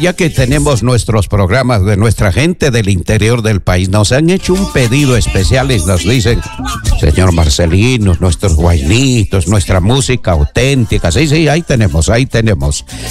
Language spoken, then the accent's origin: Spanish; Peru